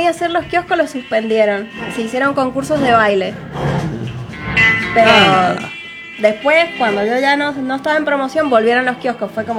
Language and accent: Spanish; Maipú, Mendoza, Argentina; Yo soy de Maipú